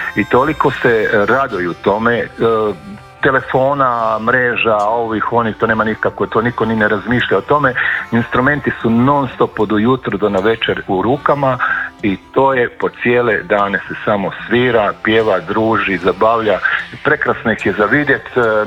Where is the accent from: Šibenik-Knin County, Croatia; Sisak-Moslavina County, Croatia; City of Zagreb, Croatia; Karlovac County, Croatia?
Sisak-Moslavina County, Croatia; Jasenovac; Ja moram reći da sam rođen u Jasenovcu i pa sam onda vuko stalno na Posavinu, to sve dok nisam došao do Jasenovca. Tamo sam kao mali, ono, i odrasto normalno uz baku, dedu